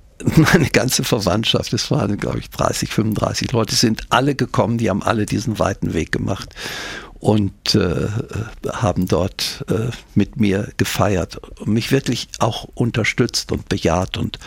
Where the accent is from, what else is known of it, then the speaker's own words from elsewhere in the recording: Rheine, North Rhine-Westphalia, Germany; was ist der Ort, der am weitesten von meinem Heimatort Rheine im Münsterland entfernt ist, wo man noch Deutsch spricht.